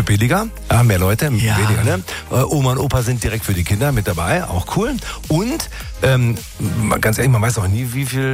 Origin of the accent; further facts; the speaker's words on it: Tübingen, Baden-Württemberg, Germany; Das also, fängt deprimierend an, weil meine Heimatstadt Tübingen mir jetzt gerade in den Rücken fällt.